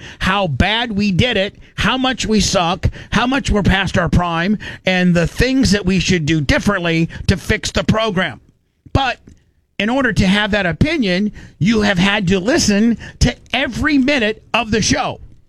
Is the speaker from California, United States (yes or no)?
no; Indiana, United States; My idea of a great vacation is going to Indiana. And going back to my hometown and seeing my friends and seeing Larry and spending time with Larry.